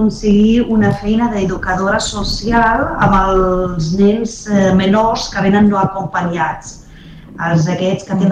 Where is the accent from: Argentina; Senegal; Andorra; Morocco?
Morocco; first language ar; Catalan is a second language; moved away; Sí, parlo... Bueno, he vingut del Marroc parlant àrab i francès, perquè estudien tota la vida en francès, bilingüe.